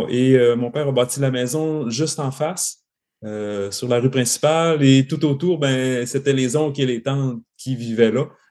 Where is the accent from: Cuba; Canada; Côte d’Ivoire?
Canada; Saint-Prime, Quebec; je suis originaire de Saint-Prime, un petit village du lac Saint-Jean. C'est un petit village agricole de campagne situé entre Roberval et Saint-Félicien.